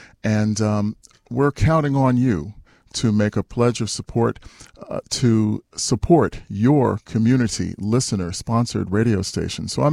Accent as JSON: {"language": "English", "region": "the South", "country": "United States", "moved": "yes", "said": "I'm from the South, and we have a saying called pleased as pie when something makes you really, really happy."}